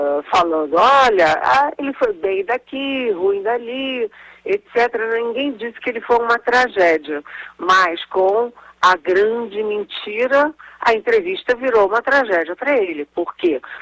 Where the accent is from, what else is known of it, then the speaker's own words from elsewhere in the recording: Rio de Janeiro, Brazil; Eu que sou carioca, falo de cabeça para baixo.